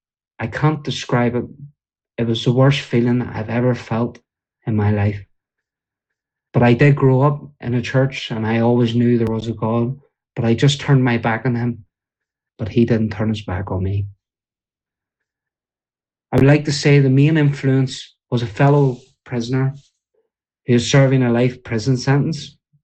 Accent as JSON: {"language": "English", "town": "Belfast", "region": "Northern Ireland", "country": "United Kingdom", "tie": "born or raised there", "said": "I grew up in East Belfast"}